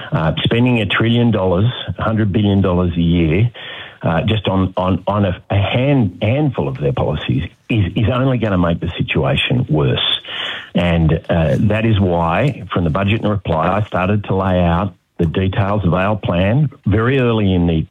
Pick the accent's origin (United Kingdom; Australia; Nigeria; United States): Australia; New South Wales; I'm not from Victoria, obviously. I'm from New South Wales.